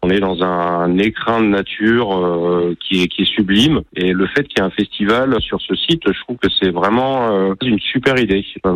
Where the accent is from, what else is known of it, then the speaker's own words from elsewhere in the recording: Marseille, Provence-Alpes-Côte d'Azur, France; À la base, je viens de Marseille et à l'époque j'étais étudiant à Marseille